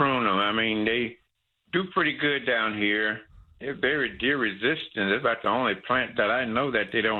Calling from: Natalia, Texas, United States; In Natalia, Texas.

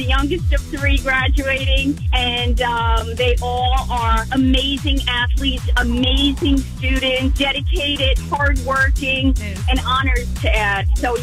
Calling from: Allendale, New Jersey, United States; I'm from Allendale

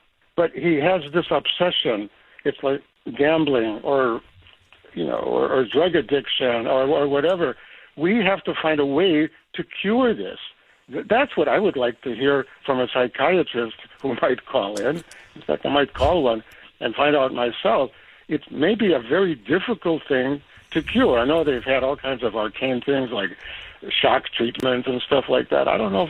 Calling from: Newton, Massachusetts, United States; a very fine person in Newton, right in the same town that we both live in.

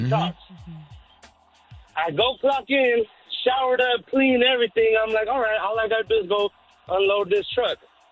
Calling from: Perris, California, United States; I'm calling from Paris, and I'm not saying Paris, France. Paris, California, man.

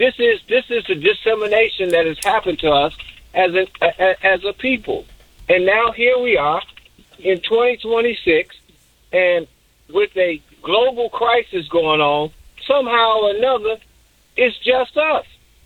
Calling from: Jefferson City, Missouri, United States; I don't know my roots. I know I came from Jefferson City, Missouri. They say I'm a descendant of Africa.

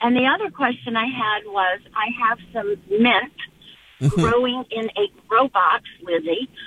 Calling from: Winter Haven, Florida, United States; as I drive around Winter Haven.

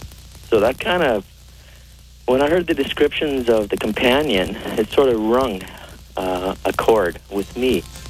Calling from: Edmonton, Alberta, Canada; I'm from Edmonton

